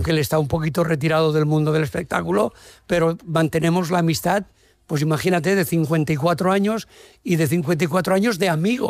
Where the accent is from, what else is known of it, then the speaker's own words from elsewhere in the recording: Jumilla, Region of Murcia, Spain; born there; Yo soy de Jumilla